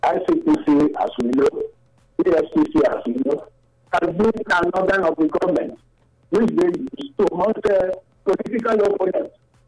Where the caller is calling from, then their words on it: Nigeria; I'm calling from Ogbesha community.